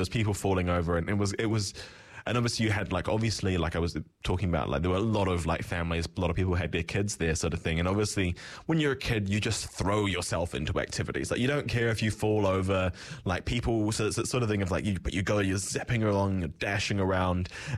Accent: Gore, Southland, New Zealand; also born or lived in Dunedin; growing up in the South Island, right, like, so, like, the nearest town to me growing up was Gore.

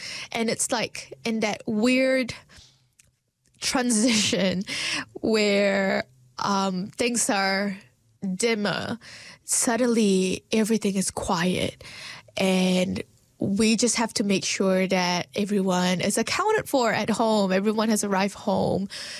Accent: Malaysia; moved away; growing up in Malaysia

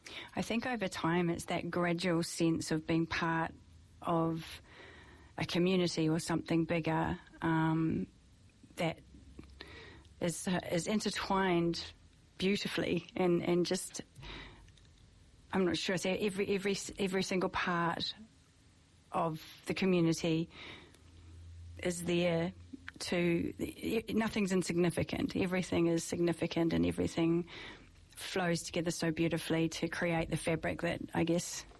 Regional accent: New Zealand; born there; moved away; also born or lived in Australia; I was born in New Zealand and later on spent some time travelling, ended up in Australia for around 10 years and with a bit of back and forth, and then ended up back here in New Zealand in 2008

